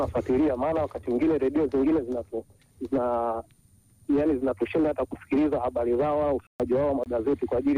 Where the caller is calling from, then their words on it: Iwawa, Njombe, Tanzania; natokea Iwawa.